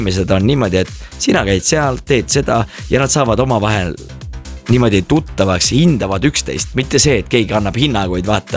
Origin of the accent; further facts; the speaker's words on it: Võru, Võru County, Estonia; Võrus pärit, seal öeldakse maka, ehk siis maka, magan, Võru keeles, maka.